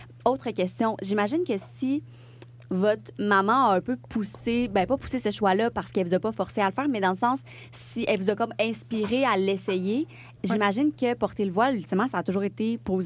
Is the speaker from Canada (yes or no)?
yes; Trois-Rivières, Quebec, Canada; moi, je viens de Trois-Rivières.